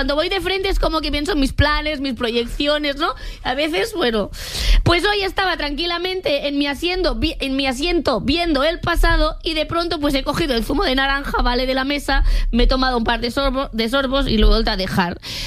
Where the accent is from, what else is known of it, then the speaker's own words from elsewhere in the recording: Catalonia, Spain; como persona catalana esto me